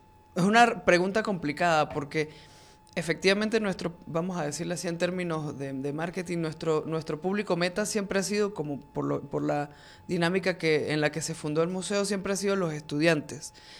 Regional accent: Mérida, Venezuela; apropiémonos como merideños de estos espacios

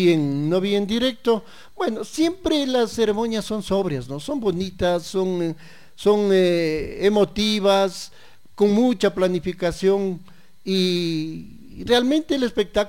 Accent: Ecuador; Y obviamente en la de nuestro país.

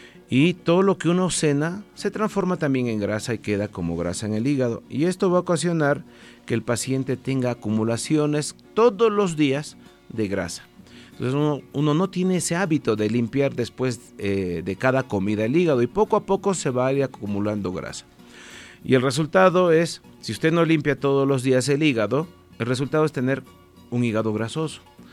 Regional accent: Tarija, Bolivia; Yo vengo desde la ciudad de Tarija. Me encuentro en esta hermosa ciudad de Yayagua participando de la feria

